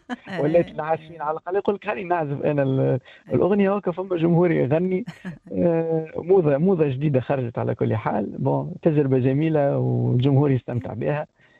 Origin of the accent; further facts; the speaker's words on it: Tunisia; عندنا في تونس